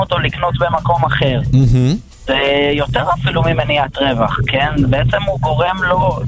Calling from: Modi'in Illit, Judea and Samaria, Israel; אני ממודיעין עילית.

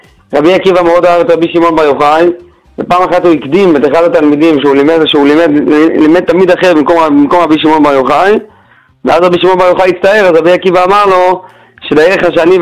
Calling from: Bnei Brak, Tel Aviv District, Israel; מבני ברק.

